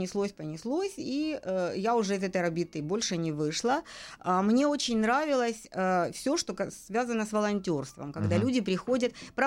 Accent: Luhansk, Luhansk Oblast, Ukraine; Я из Луганска.

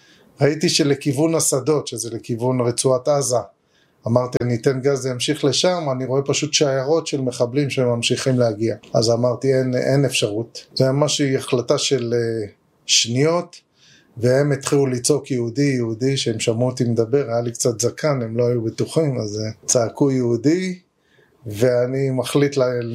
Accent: Nir Oz, Southern District, Israel; moved away; אני מכיר אותה מילדותי שגדלתי בניר עוז

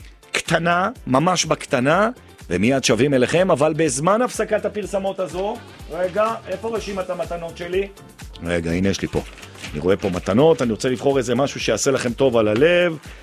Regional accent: Jerusalem, Jerusalem District, Israel; יש לך 200 שקלים, עזרתי לך ב-200, אני ירושלמי, 200 שקלים בפירת האדום לילד

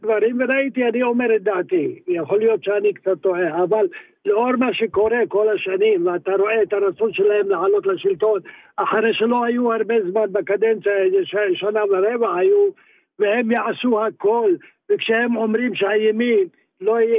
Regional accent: Yemen; now in Yokneam, Israel; כן, כן, עליתי מתימן, כן.

